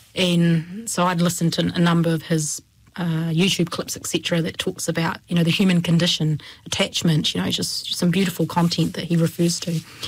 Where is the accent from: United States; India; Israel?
India; being Indian